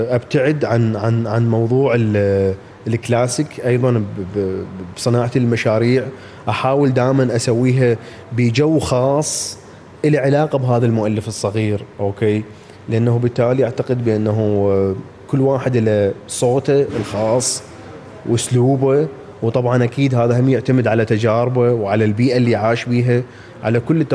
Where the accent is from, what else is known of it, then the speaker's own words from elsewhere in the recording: Al-Husseiniya, Baghdad Governorate, Iraq; فمدينتي الغريبة، مدينتي الحسينية اسمها، تقع على أطراف بغداد.